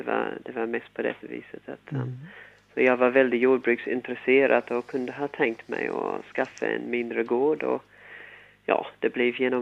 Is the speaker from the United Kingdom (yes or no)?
no; New Zealand; Swedish is a second language; moved away as an adult; now in Sweden; Nej, jag kommer ursprungligen ifrån Nya Zeeland, men träffat Ingrid 94 och vi gifte oss 95